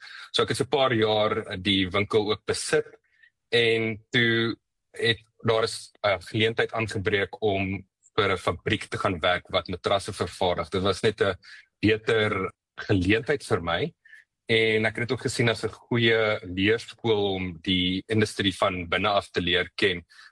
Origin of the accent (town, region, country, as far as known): Johannesburg, Gauteng, South Africa; born or raised there